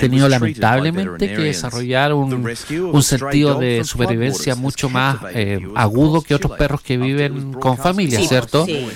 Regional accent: El Bosque, Santiago Metropolitan Region, Chile; also born or lived in San Bernardo; Yo estudié en San Bernardo, pero yo vivía en el bosque.

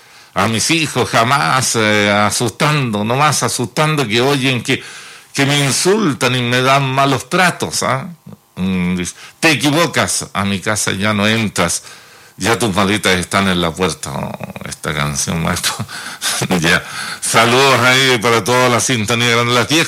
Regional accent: Chile

